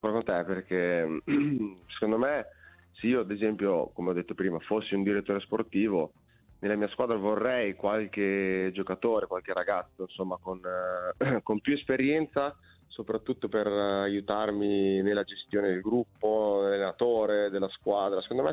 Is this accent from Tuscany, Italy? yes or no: no; Ravenna, Emilia-Romagna, Italy; io sono di Ravenna